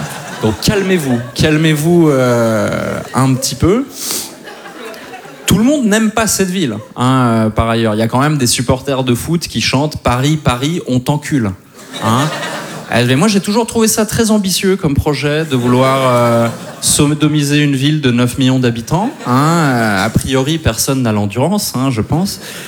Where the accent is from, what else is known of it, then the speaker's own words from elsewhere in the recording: Switzerland; born there; Moi, je suis né en Suisse un 20 avril